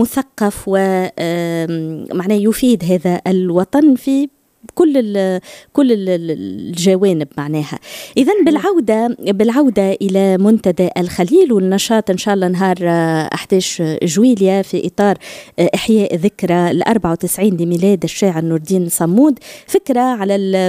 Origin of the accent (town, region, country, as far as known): Tunisia